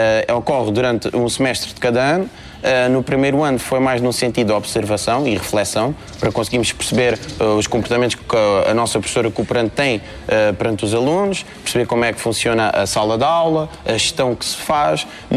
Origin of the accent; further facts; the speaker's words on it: Olhão, Algarve, Portugal; tenho 21 anos, sou de Olhão